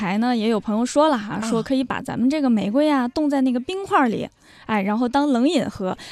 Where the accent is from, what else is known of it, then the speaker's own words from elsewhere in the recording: Shanxi, China; 我是山西人，其实我们山西也有很多有代表性的凉菜，